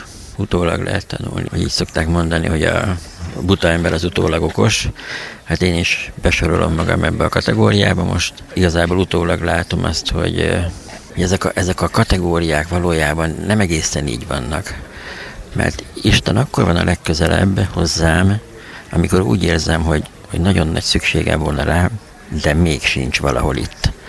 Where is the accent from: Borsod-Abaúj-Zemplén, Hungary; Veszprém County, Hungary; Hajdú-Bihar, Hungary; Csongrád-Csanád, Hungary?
Csongrád-Csanád, Hungary; Hódmezővásárhely; Köszöntöm a rádióhallgatókat … Hódmezővásárhelyről jöttem.